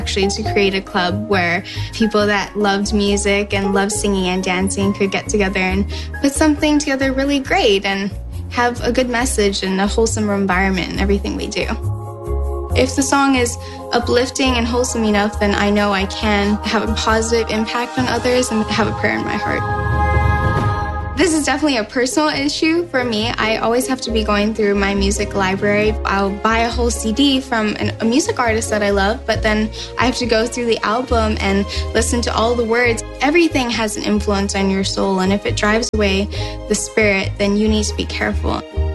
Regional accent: Honolulu, Hawaii, United States; I'm 17 years old. I'm from Honolulu, Hawaii.

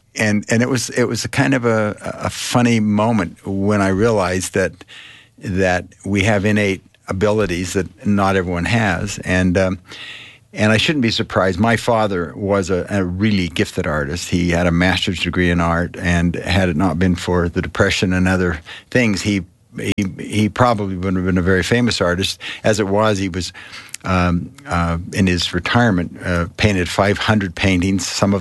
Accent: Farmington, Utah, United States; Well, I grew up in Farmington, Utah, not far from here, just north of Salt Lake City. A very different town in the 40s when I grew up, the 50s.

